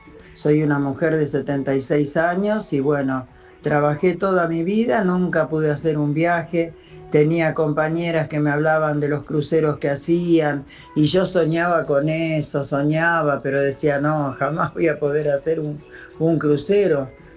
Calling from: Lanús, Buenos Aires Province, Argentina; de Lanús.

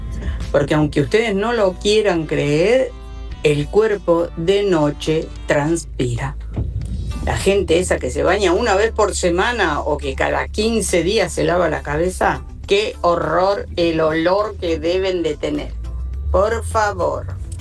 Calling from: Buenos Aires, Argentina; soy de Villarreal, Capital Federal.

